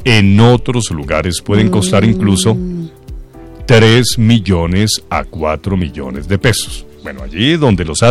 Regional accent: Colombia; haciendo un llamado a todos nosotros que somos colombianos.

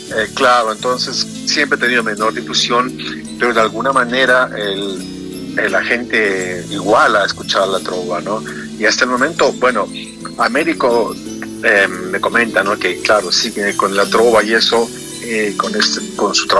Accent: Arequipa, Peru; moved away; Oh, bueno, Arequipa, tú sabes, mi tierra querida.

